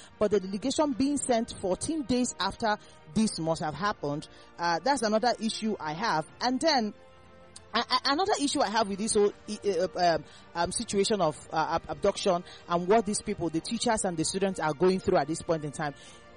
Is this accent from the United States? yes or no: no; Nigeria; as a Nigerian that I am